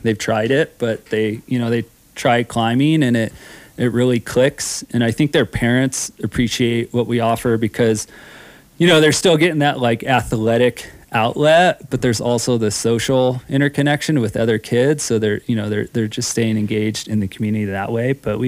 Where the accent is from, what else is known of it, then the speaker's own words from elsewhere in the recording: Eaton, Colorado, United States; I grew up in Eaton, Colorado. Oh, it's near Fort Collins, a little farm town.